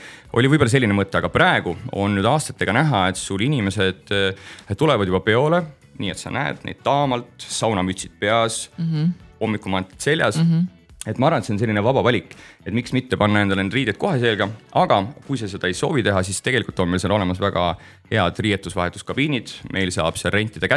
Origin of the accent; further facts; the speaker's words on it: Valga, Valga County, Estonia; me oleme sealt kõik pärit ja teine asja on see, et miks mitte. Valga on mõnus väike linn